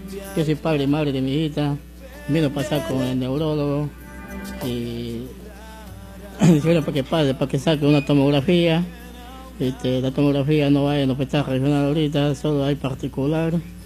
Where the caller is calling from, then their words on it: Islandia, Loreto, Peru; Vengo a pedir un apoyo social para poder regresar a mi pueblo, que es Islandia, frontera con Brasil.